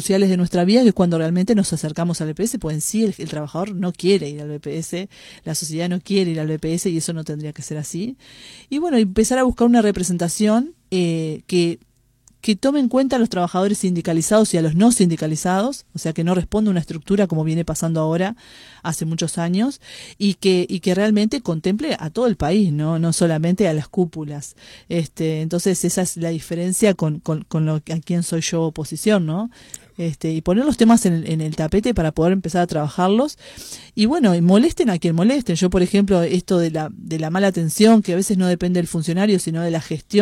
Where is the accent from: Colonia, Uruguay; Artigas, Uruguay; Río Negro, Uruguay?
Colonia, Uruguay; Yo, al ser coloniense